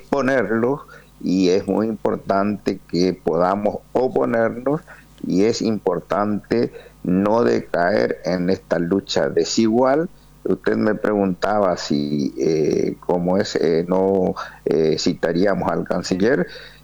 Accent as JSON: {"language": "Spanish", "country": "Argentina", "said": "pero también sabemos que como argentinos tenemos que levantar nuestra voz"}